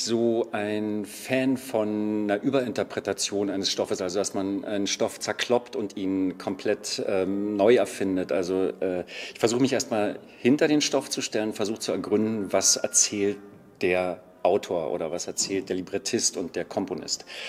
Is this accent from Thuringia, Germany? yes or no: no; Berlin, Germany; also born or lived in Luxembourg / Rostock; now in Saarbrücken, Germany; Und ich komme aus Berlin, wo das dann doch oft mal mürrischer zugeht.